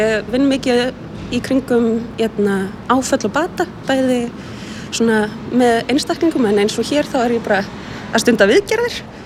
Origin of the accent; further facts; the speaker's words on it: Reykjavík, Capital Region, Iceland; Nei, ég er ekki úr Kópavogi, ég er úr Fossvoginu bara hinn með hennu í dalinn.